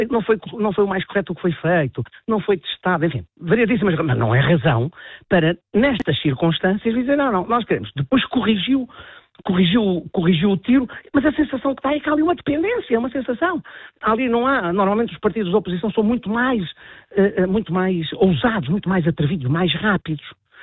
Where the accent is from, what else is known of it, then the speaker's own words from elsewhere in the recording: Portugal; eu, como português